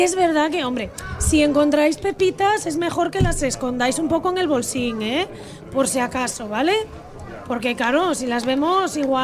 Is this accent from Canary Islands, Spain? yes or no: no; Asturias, Spain; En el occidente asturiano, yo soy de Puxa el occidente también.